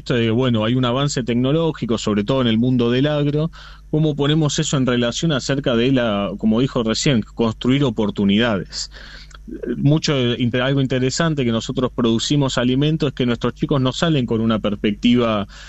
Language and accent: Spanish; Buenos Aires, Argentina; now in Río Grande, Argentina; No, yo soy de Buenos